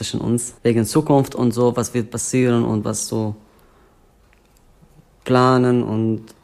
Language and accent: German; Syria; German is a second language; moved away; Ich glaube, das ist schwierig für jeden Mensch, der sagt, ja, ich möchte nicht zu meinem Heimatland zurück. Das kann nicht sein. Und trotz aller dieser Katastrophe, die in Syrien passiert, ich kann nicht Syrien lassen für immer.